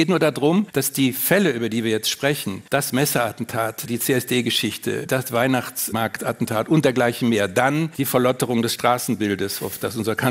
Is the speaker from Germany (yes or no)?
yes; Cologne, North Rhine-Westphalia, Germany; Meine Heimatstadt Köln hat sich gerade damit berühmt gemacht